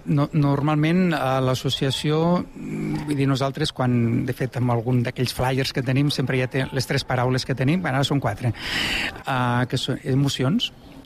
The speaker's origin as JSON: {"language": "Catalan", "region": "Catalonia", "country": "Spain", "said": "Jo sóc de la Noguera"}